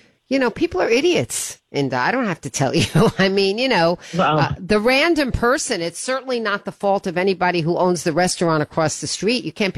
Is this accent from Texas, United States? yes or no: no; Brooklyn, New York, United States; born there; I was born in Brooklyn also. I moved when I was 3.